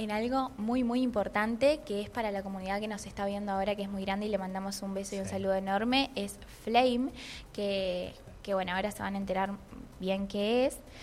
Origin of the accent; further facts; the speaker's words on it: Neuquén, Argentina; Para los que no me conocen, soy de Neuquén.